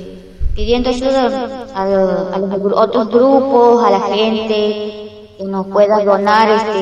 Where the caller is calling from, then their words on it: Santiago del Estero, Argentina; Nosotros somos de aquí, de Los Morales, departamento capital, pero estamos cerca